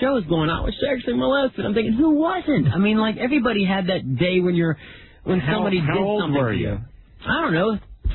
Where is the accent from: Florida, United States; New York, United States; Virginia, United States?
Florida, United States; I grew up in Florida.